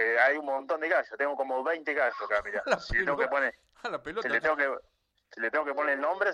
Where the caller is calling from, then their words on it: Quequén, Buenos Aires Province, Argentina; de Quequén.